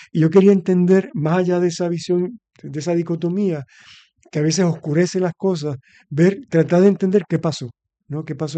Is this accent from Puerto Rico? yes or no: yes; Aguada, Puerto Rico; yo creciendo en Aguada